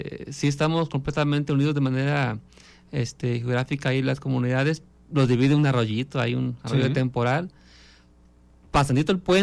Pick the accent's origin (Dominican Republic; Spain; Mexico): Mexico; Tecomates, Jalisco; nací en Tecomates, municipio de Casimiro Castillo, y pues no deja de ser tierra costeña, no tierra caliente.